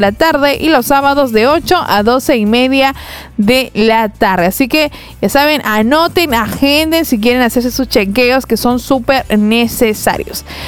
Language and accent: Spanish; Peru